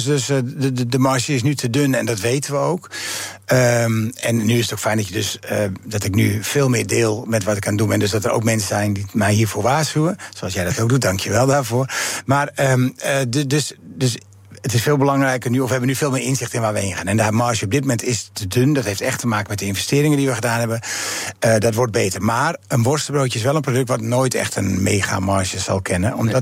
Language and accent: Dutch; Amsterdam, North Holland, Netherlands; Maar als Amsterdammer zou ik daar dan wel iets aan toevoegen.